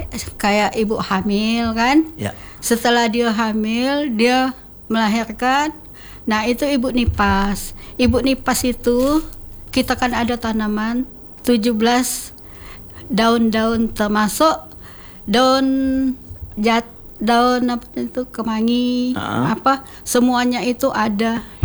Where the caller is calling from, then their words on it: Palembang, South Sumatra, Indonesia; Saya dari Kelurahan Plaju Ulu, Kecamatan Plaju, Puskesmas Plaju.